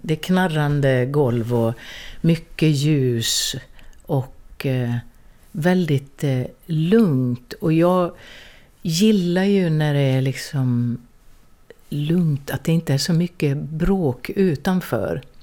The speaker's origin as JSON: {"language": "Swedish", "town": "Älvdalen", "region": "Dalarna County", "country": "Sweden", "tie": "born or raised there", "moved": "yes", "said": "Jag föds i Eversberg, i Eversberg, på sjukstugan i Älvdalen. Där de då hade något slags BB på den tiden. Och sen växte jag upp där."}